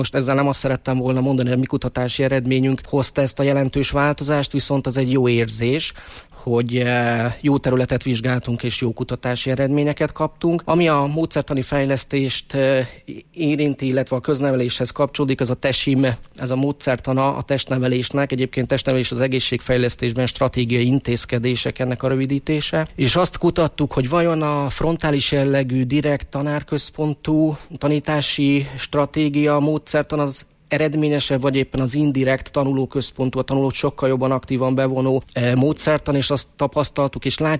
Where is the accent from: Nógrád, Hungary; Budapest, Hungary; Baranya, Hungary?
Nógrád, Hungary; Balassagyarmat; idén lesz a 40. Palóc triatlon Balassagyarmaton szülővárosomban.